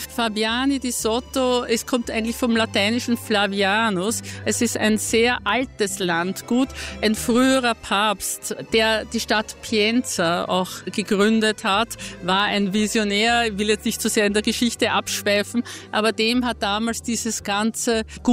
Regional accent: Vienna, Austria; moved away; Ich bin ein Wiener Stadtkind.

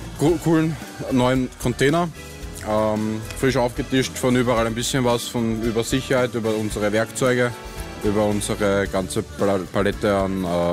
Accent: Vienna, Austria; Ich komme jetzt da persönlich aus Wien.

